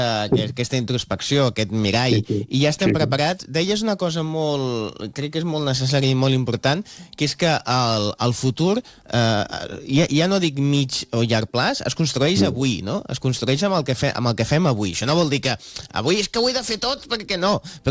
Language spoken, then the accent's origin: Catalan; Barcelona, Catalonia, Spain; Jo que sóc de Sants veig passar molts trens